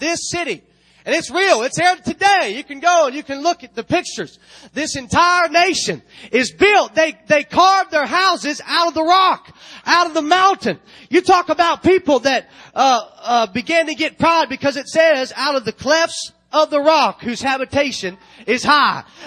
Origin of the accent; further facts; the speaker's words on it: United States; I thank God that I'm American.